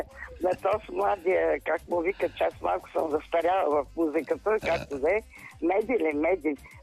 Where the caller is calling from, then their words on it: Pleven, Pleven Province, Bulgaria; От най-хубавия град Плевен съм.